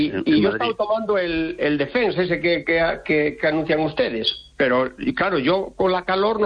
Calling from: Madrid, Community of Madrid, Spain; Yo vivo en Madrid

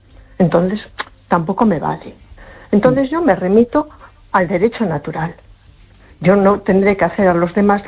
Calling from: A Coruña, Galicia, Spain; de Coruña.

